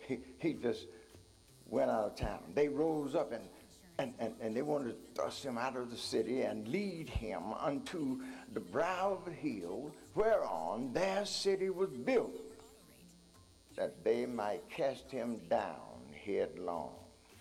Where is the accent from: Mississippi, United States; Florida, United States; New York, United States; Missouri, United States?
Mississippi, United States; Gulfport; moved away as an adult; now in Huntsville, United States; Mount Calvary in Gulfport, Mississippi. Hometown, that's where I was raised, played ball, and everybody knew me.